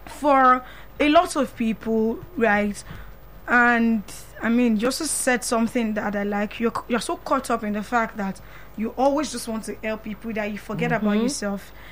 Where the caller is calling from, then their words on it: Abuja, Federal Capital Territory, Nigeria; And I'm calling from Abuja.